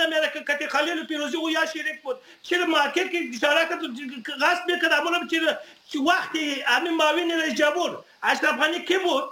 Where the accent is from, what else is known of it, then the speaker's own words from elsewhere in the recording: Afghanistan; من الان براتون میگم، من یک پشتون هستم